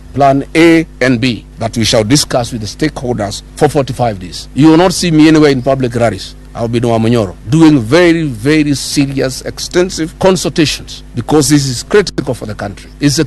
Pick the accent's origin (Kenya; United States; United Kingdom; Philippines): Kenya; I am one Kenyan leader who will not and cannot be swayed by promises of money to allow violation of the constitution.